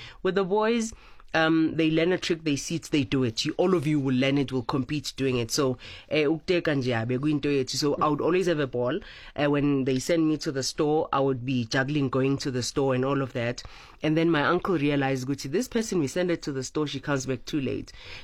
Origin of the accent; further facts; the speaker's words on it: Johannesburg, Gauteng, South Africa; Growing up in Alex, for me, I wouldn't have chosen to grow up anywhere else, you know, because born and bred there, because growing up Ekasi like that, firstly, it's the languages, you know, so that molded me. I can speak more than 6 languages because I'm Pume Alex.